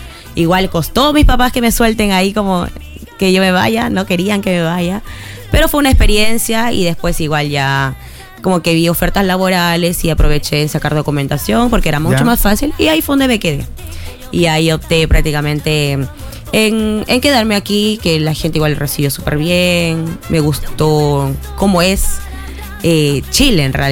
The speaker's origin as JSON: {"language": "Spanish", "region": "Lima", "country": "Peru", "said": "yo soy de Lima."}